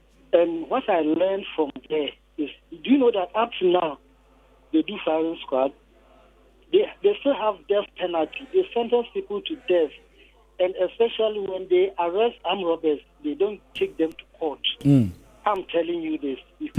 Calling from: Ekiti, Nigeria; calling from Ekiti.

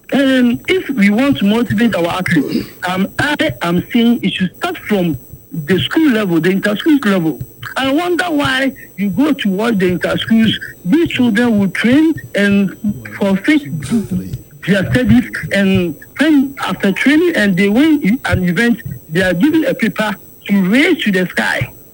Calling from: Ghana; calling from Asqua.

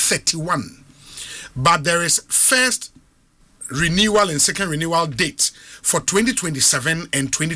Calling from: Belgium; from Belgium. I have a question about the diaspora.

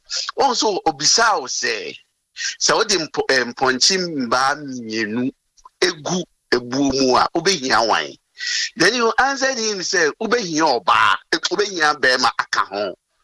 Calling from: Ashalaja, Greater Accra, Ghana; I'm calling from Ashalaja.

